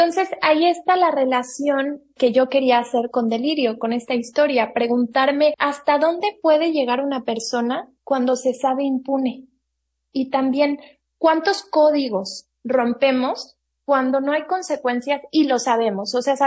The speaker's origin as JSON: {"language": "Spanish", "region": "Guanajuato", "country": "Mexico", "said": "es la reacción que yo tengo por lo regular cuando comento que soy de ahí."}